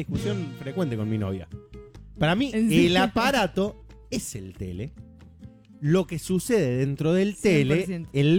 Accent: Buenos Aires, Argentina; como somos tan porteños, que tuvimos las cuatro horas sufriendo hasta que llegaron.

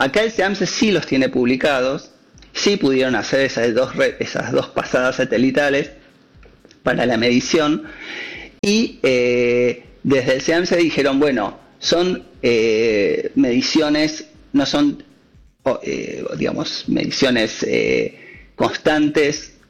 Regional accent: Bariloche, Río Negro, Argentina; Yo soy de Bariloche y es una vergüenza tener eso al cerca de la ciudad

